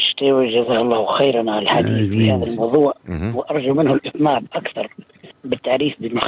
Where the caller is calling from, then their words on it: Moknine, Monastir Governorate, Tunisia; من المكنين.